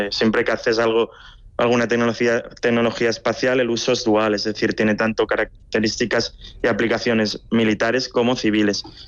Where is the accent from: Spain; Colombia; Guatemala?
Spain; no solo como españoles, sino también como europeos.